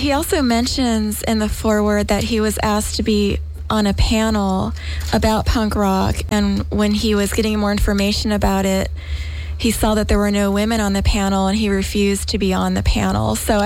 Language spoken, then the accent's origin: English; Fullerton, California, United States; born there; also born or lived in Pennsylvania; I was born in Pennsylvania, and then my dad's work was transferred to L.A. right after the fifth grade. And then we moved to Fullerton. So that's where I grew up.